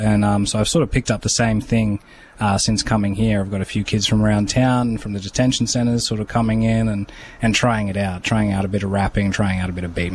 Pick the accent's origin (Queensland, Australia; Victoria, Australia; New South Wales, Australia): New South Wales, Australia; Armidale; I grew up in Armidale, New South Wales, which is like northern New South Wales, apparently the highest city in Australia.